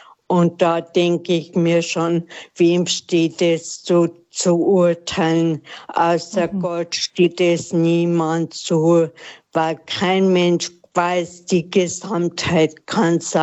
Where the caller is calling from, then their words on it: Munich, Bavaria, Germany; Ich rufe aus München an.